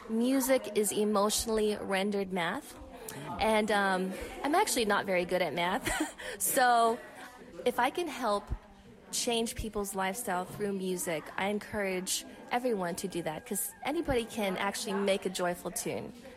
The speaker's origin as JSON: {"language": "English", "town": "Las Vegas", "region": "Nevada", "country": "United States", "tie": "born there", "said": "It's my real name. I didn't make it up. I think my mom gave it to me because I was born in Vegas."}